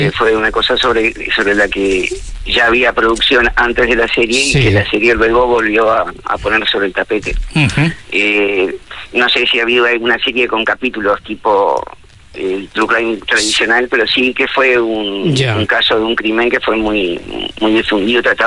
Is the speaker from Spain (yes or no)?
no; Uruguay; Yo soy uruguayo.